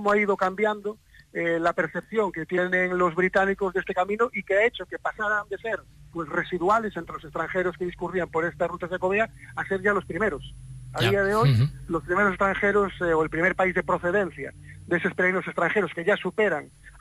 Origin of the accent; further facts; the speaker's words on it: Pontedeume, Galicia, Spain; yo suelo ser muy ecuánime cuando hablo de mi pueblo y me reafirmo, ¿no?, que es uno de los entornos más bonitos de Galicia. Ponte de Ume es un municipio